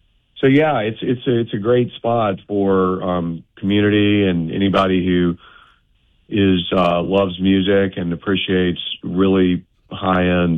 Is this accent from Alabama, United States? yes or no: yes; Birmingham, Alabama, United States; I was born and raised in Birmingham, love the city, always fascinated by the city.